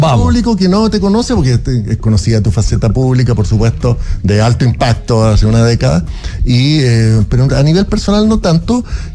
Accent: Santiago, Santiago Metropolitan Region, Chile; Yo soy, sí, de Santiago.

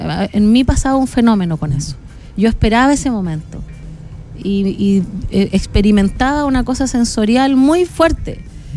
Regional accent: San Miguel de Diguillín, Ñuble, Chile; also born or lived in Biobío; Yo nací en el Biobío, pero mi infancia la pasé en Ñuble

